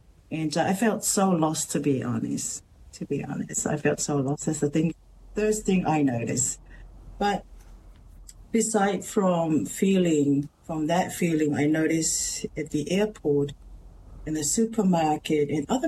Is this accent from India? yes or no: no; Tonga; moved away as an adult; also born or lived in Auckland, New Zealand; now in New Zealand; I grew up in Tonga. It is a very religious-based kind of a community there where I grew up.